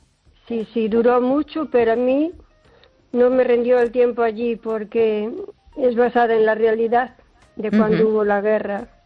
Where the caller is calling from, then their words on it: O Carballiño, Galicia, Spain; de Carballiño.